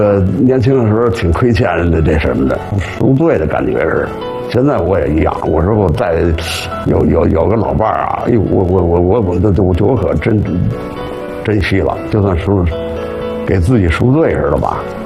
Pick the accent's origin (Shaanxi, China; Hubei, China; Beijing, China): Beijing, China; born there; 从小在龙潭湖那儿你学会的游泳。